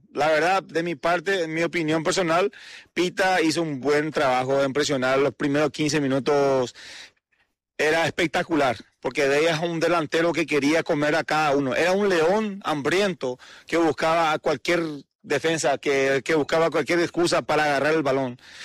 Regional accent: Paraguay; si no sufrimos, no somos paraguayos

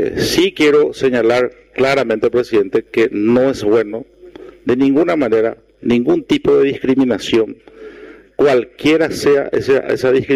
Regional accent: Paraguay; nosotros, como paraguayos y como nación

